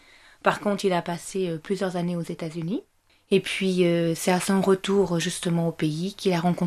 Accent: Guinea; also born or lived in Senegal; Alors, je suis libanaise, mais née au Sénégal. Et grandie surtout en Guinée.

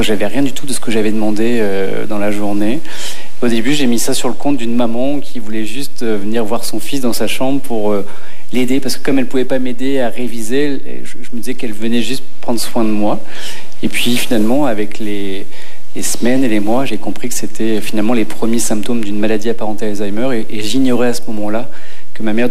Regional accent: Le Havre, Normandy, France; Moi je viens pas très loin d'Alès, plutôt vers en haut à gauche, vers la Normandie, le Havre.

